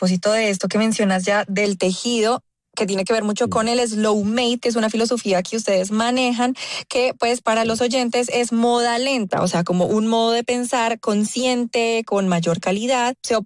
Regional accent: Colombia; no solamente quienes somos colombianos y tenemos la oportunidad de ir

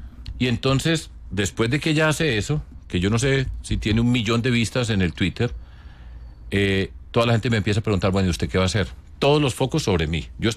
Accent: Medellín, Antioquia, Colombia; salí de los Andes y de la Nacional, donde era profesor de matemáticas, y regresé a mi tierra, Medellín, escogí este camino que es fascinante

